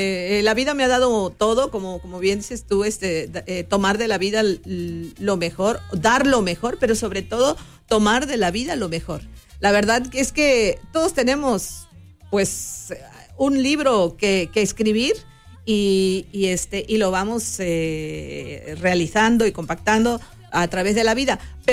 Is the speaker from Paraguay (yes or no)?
no; Martínez de la Torre, Veracruz, Mexico; Sí, claro que sí, 100% soy jarocha. Soy de Martínez de la Torre. Y bueno, ya soy una familia numerosa. Somos, como te comentaba, fuimos 10 hermanos.